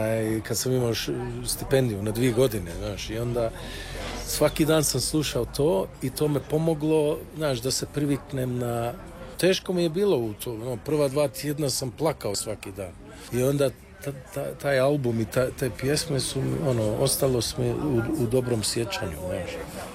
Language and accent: Croatian; Australia; Na milion puta sam to slušao kao klinac u Australiji.